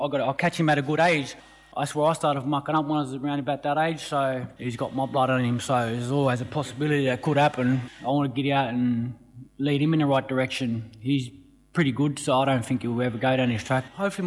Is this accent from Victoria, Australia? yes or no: no; Mount Druitt, New South Wales, Australia; born or raised there